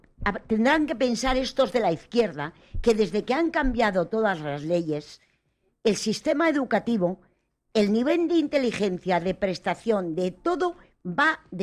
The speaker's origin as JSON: {"language": "Spanish", "region": "Castile and León", "country": "Spain", "said": "como castellana lo defiendo"}